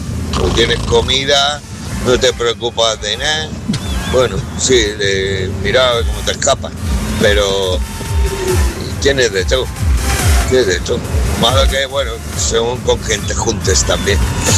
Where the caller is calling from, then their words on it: Madrid, Community of Madrid, Spain; de Manoteras